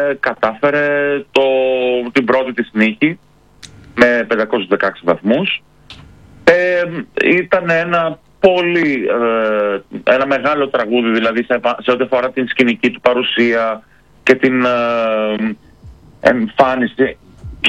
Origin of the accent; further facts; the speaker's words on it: Greece; αυτό κάνουμε ως Έλληνες.